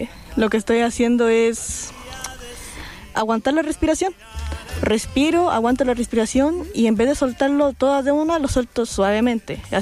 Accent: Chile; Yo soy de Chile, aunque mis padres son bolivianos

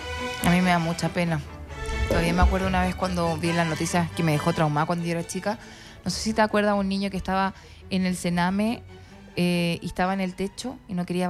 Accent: Chile; nosotros como chilenos

